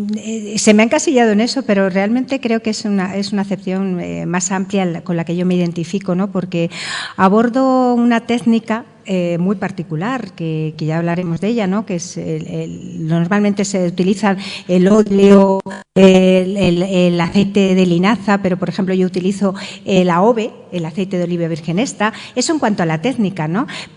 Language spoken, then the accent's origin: Spanish; Castile and León, Spain